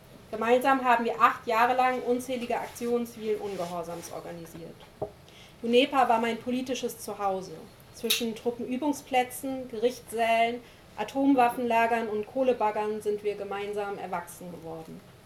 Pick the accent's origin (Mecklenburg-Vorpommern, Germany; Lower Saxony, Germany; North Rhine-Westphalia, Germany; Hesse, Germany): Lower Saxony, Germany; Ich bin im Wendland aufgewachsen, jedes Jahr wieder sind dort Atommülltransporte ins Zwischenlager nach Gorleben gefahren.